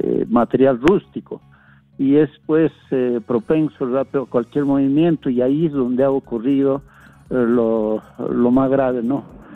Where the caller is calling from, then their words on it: Chongos Bajo, Junín, Peru; yo soy un poblador